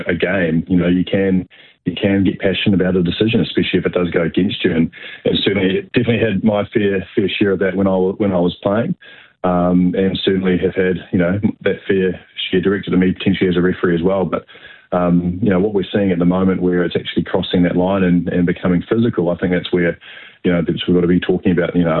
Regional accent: New Zealand; growing up in New Zealand, we grew up this sport.

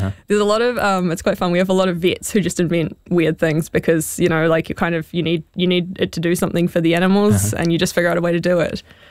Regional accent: New Zealand; my experience as a New Zealander

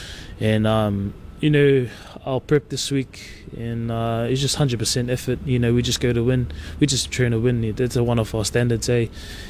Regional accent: Ireland; You know, it's the dream from me growing up in Ireland, you know, playing club footy

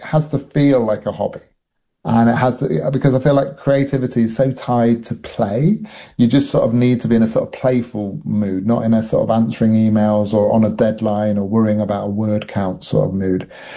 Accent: United Kingdom; drink was always a problem growing up in Britain and our sort of drink culture over here.

